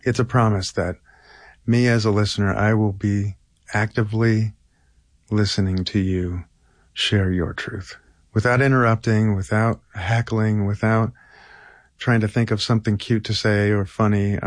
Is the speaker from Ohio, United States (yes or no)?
yes; Cuyahoga Falls, Ohio, United States; I grew up in Akron, Ohio. Well, just outside of Akron, Ohio.